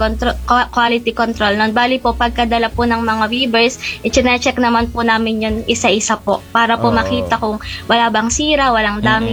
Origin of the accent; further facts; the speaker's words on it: Cavinti, Calabarzon, Philippines; yun po yung tinatawag namin dito sa amin sa Cavinte po na pandan, pandanan.